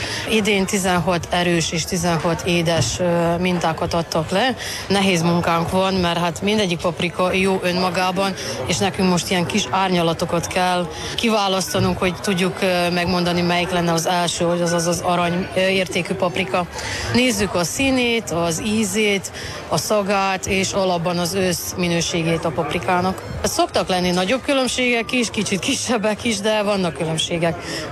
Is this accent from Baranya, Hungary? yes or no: yes; Laskó, Baranya, Hungary; Laskóról származok